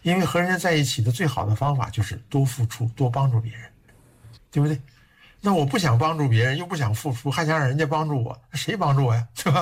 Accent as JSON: {"language": "Chinese", "country": "China", "said": "我们在中国其实也一样啊。你说我离开了家乡。"}